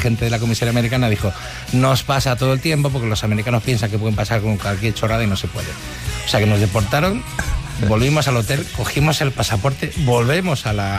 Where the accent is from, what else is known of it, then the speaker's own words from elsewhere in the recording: Spain; somos españoles.